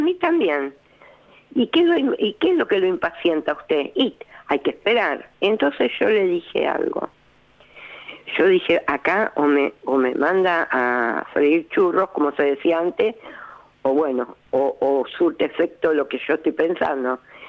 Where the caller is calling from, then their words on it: Luján, Buenos Aires Province, Argentina; una carnicería de mi primo, que yo soy la encargada de hacer las milanesas, una carnicería muy grande que hay acá en Luján, muy conocida